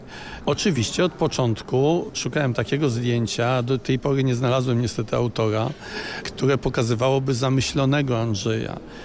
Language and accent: Polish; Suwałki, Podlaskie Voivodeship, Poland; born there; czy na pewno wiecie i pamiętacie, że ja się urodziłem w Suwałkach.